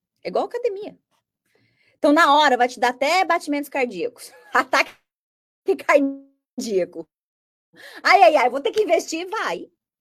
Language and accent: Portuguese; Brazil; moved away; Esse é o meu gosto, lembra? Eu sou brasileira, eu tenho uma outra cultura.